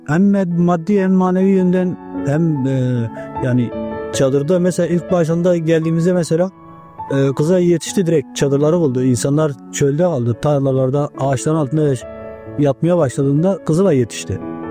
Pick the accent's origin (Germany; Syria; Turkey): Syria; Yani sonuçta Türkmen kardeş, biz Türkmeniz, kendileriz bizim kardeşlerimiz. Osmanlı döneminden beri biz Türkmenler sürekli bir şey eklemek istiyorum. Orada Türkiye'nin adını bile orada Esad da Esad döneminde biz Boyraz derizdi.